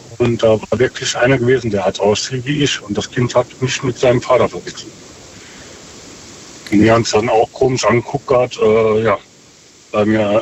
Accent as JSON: {"language": "German", "town": "Saarbrücken", "region": "Saarland", "country": "Germany", "said": "Saarbrücken."}